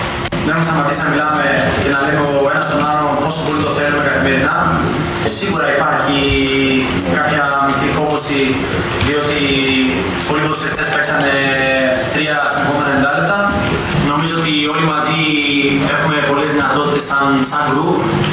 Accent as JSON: {"language": "Greek", "region": "Northern Greece", "country": "Greece", "tie": "born or raised there", "said": "Οπότε και εγώ, σαν παιδί της Βόρειου Ελλάδας, είμαι πάρα πολύ χαρούμενος που παίζω σχετικά στα μέρη μου."}